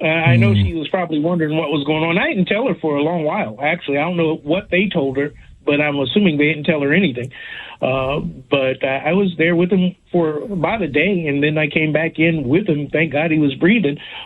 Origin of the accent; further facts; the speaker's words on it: Toledo, Ohio, United States; Oh, my hometown's Toledo.